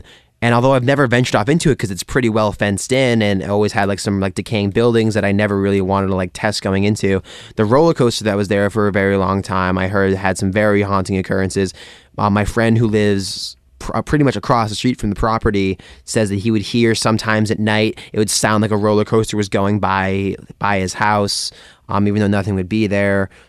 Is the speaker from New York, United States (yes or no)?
no; Westport, Massachusetts, United States; So one place that claims to be haunted in my hometown of Westport is Cornell Road.